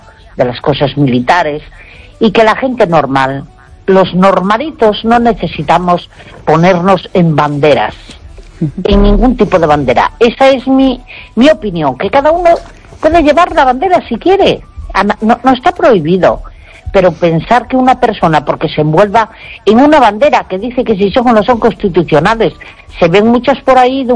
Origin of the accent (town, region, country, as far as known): Spain